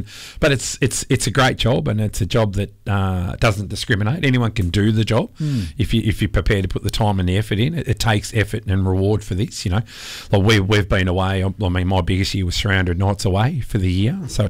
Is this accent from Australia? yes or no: yes; Eastern States, Australia; moved away as an adult; now in Western Australia, Australia; I come from the East, grew up in the East, started trucking in the Eastern States.